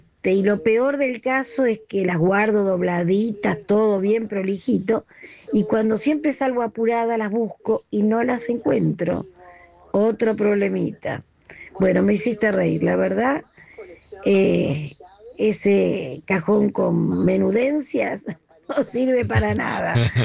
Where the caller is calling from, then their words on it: Buenos Aires, Argentina; de Colegiales.